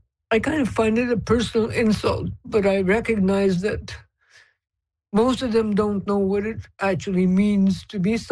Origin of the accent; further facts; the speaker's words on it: Ethelbert, Manitoba, Canada; my hometown is Ethelbert